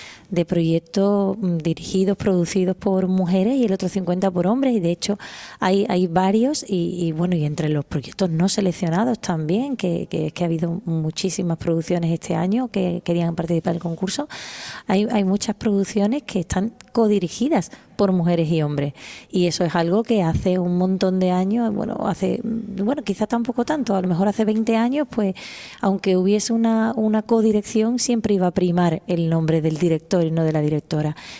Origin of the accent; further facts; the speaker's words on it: Andalusia, Spain; accent: Andalusian; somos la herencia también de nuestras abuelas, de nuestras madres. ¿Cuánto hay de las mujeres en una tierra como Andalucía, en la que han convivido tantísimas culturas?